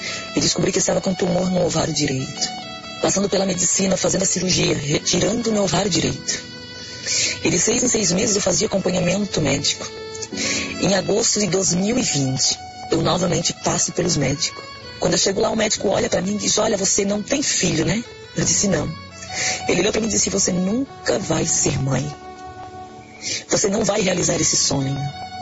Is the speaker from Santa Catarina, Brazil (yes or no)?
yes; Bombinhas, Santa Catarina, Brazil; sou da cidade de Bombinhas.